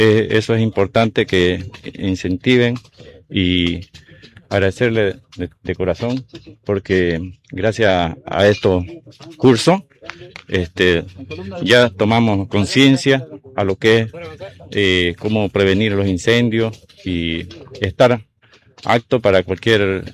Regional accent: Boyuibe, Santa Cruz, Bolivia; vengo de Boyuive, bombero voluntario

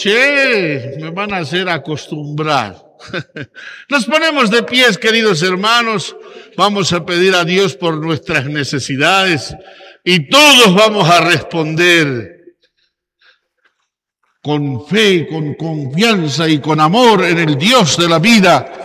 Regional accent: La Paz, Bolivia; como buenos franciscanos, como buenos paceños, como buenos bolivianos

